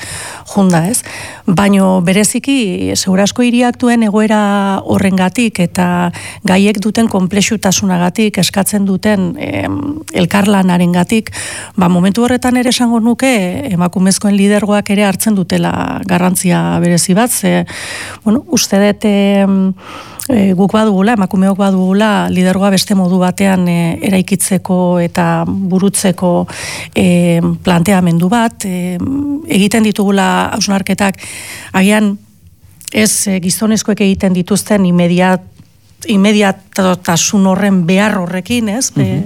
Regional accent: San Sebastián, Basque Country, Spain; Ni oso donostiarra naiz.

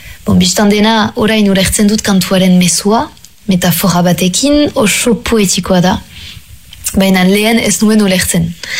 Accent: Ustaritz, Nouvelle-Aquitaine, France; naiz, ipare euskal erriko artista. Ustaritzekoa naiz, eta hogeita sortzi urte ditut.

